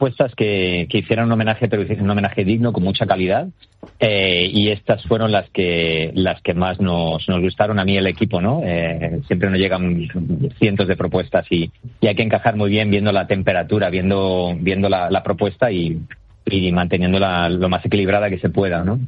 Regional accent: Madrid, Community of Madrid, Spain; a mí me hace especial ilusión como madrileño, ¿no? Tener esta ciudad como un poco un lienzo, ¿no? Cuando me empecé a dirigir los veranos me hacía mucha ilusión porque es una ciudad que adoro, me he criado aquí.

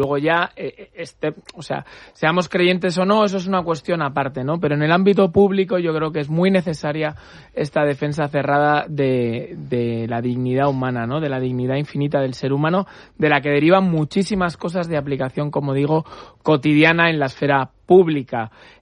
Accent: Madrid, Community of Madrid, Spain

